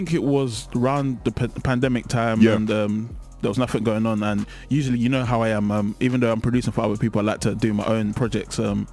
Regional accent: London, United Kingdom; I'm from South London, Mash is from South London, same area as me, New Cross.

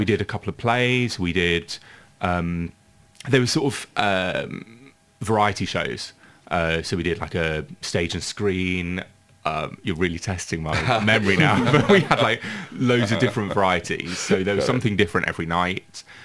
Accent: Grantham, East Midlands, United Kingdom; moved away; I grew up in a small town in Lincolnshire, in Grantham. So the art scene, the music scene was very limited

